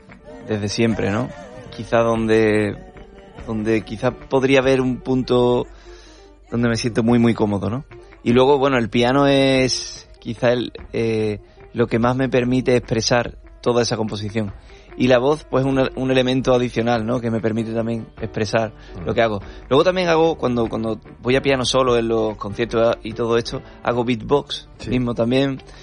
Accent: Utrera, Andalusia, Spain; allí en Utrera, en mi tierra

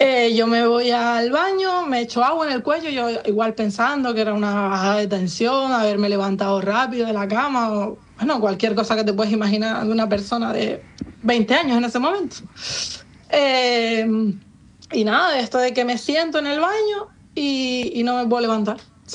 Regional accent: Lanzarote, Canary Islands, Spain; Yo soy de Lanzarote

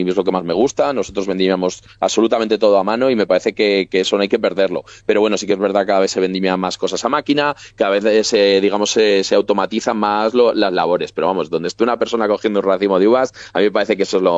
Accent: Aranda de Duero, Castile and León, Spain; somos de Aranda de Duero, ¿no?

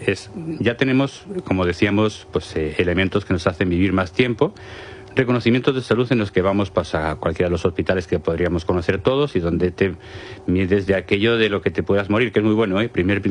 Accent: Madrid, Community of Madrid, Spain; now in Alicante, Spain; Yo soy madrileño, pero ya he afincado en Alicante hace mucho tiempo

